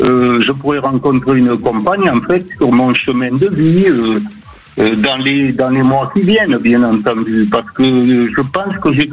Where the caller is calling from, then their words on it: Occitanie, France; De l'Aude.